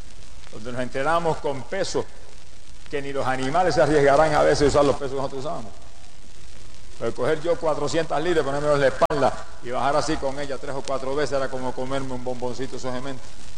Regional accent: Camuy, Puerto Rico

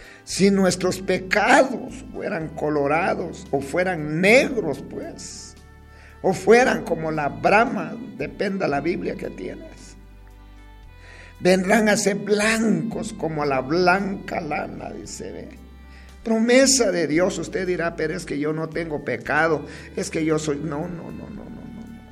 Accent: Guatemala

